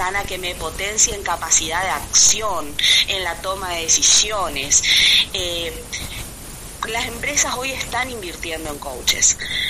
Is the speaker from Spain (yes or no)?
no; Posadas, Misiones, Argentina; nosotros somos de Posadas